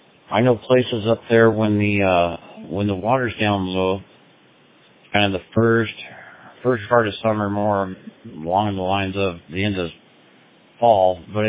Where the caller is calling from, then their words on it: Redding, California, United States; A little farther up. I'm 200 miles from the Oregon border. I'm about 30 minutes from Shasta Lake.